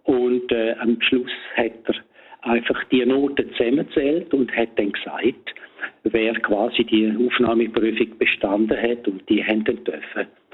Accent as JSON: {"language": "German", "town": "Domat/Ems", "region": "Graubünden", "country": "Switzerland", "tie": "born or raised there"}